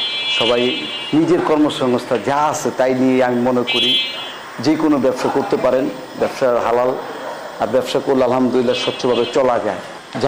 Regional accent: Dhaka, Dhaka Division, Bangladesh; also born or lived in Bhola; আমি ঢাকায় বড় হয়েছি।

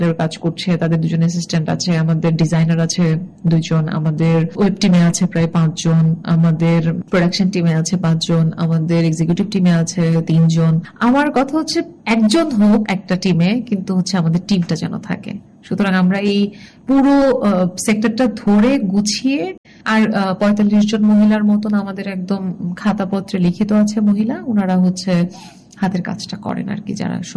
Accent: Durgapur, Mymensingh Division, Bangladesh; moved away as an adult; now in Dhaka, Bangladesh; আমি নেত্রকোনা জেলার সুষম দুর্গাপুরে বড় হয়েছি, আমার শেকড় ওখানে।

